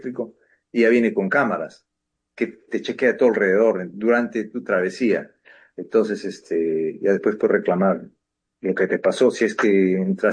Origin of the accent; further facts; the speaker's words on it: Peru; yo soy peruano.